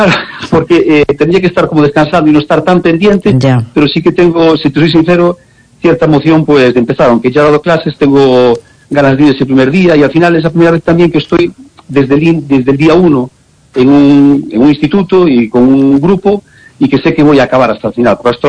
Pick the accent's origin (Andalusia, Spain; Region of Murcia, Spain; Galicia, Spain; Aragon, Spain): Galicia, Spain; Lugo; born there; Sí, yo nací en Lugo, sí, sí.